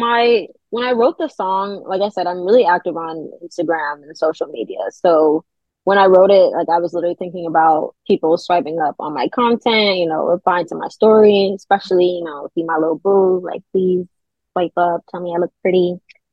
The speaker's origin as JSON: {"language": "English", "region": "New York", "country": "United States", "said": "Some people might think that it's because I'm from New York originally."}